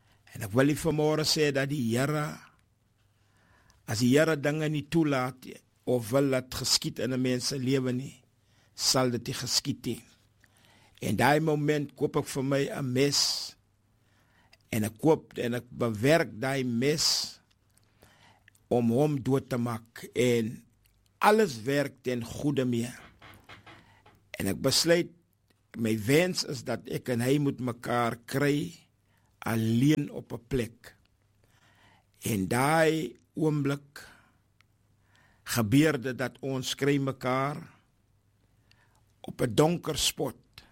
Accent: Victoria West, Northern Cape, South Africa; born there; now in Oudtshoorn, South Africa; van Oudtshoorng, ja, eintlik oorspronklik van die Victoria West.

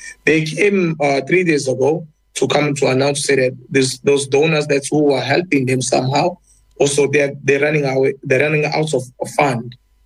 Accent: DR Congo; now in South Africa; I'm from Congo, from DRC.

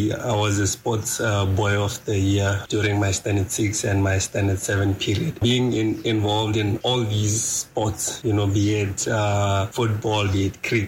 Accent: Gaborone, South-East District, Botswana; also born or lived in Katutura, Windhoek, Namibia; I was born in Katutura, Windhoek. So Katutura is a township. When it comes to where I stayed or where I grew up in Old Naledi, I think I've lived there for a greater part of my life.

